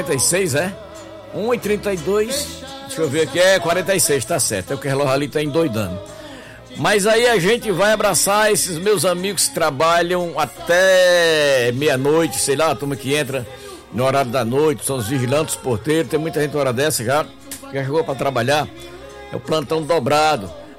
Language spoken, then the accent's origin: Portuguese; Missão Velha, Ceará, Brazil; aí a gente chega em Missão Velha, minha terra